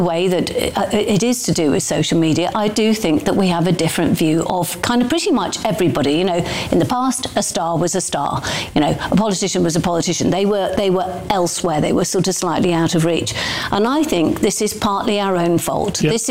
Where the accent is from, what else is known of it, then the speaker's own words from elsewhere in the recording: Midlands, United Kingdom; I'm from the Midlands. What can I say?